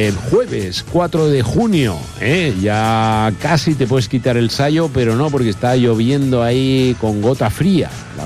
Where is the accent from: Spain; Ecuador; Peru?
Spain; Ripollet, Catalonia; born there; un chaval que me acabo de encontrar, que iba al Nobel conmigo aquí en Ripollet, Estudios Nobel